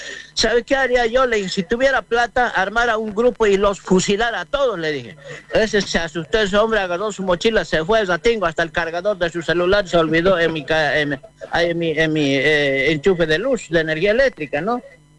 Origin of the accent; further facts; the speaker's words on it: San Julián, Santa Cruz, Bolivia; Y me dice, pues oiga, ¿de dónde es? Le dije, soy de San Julián.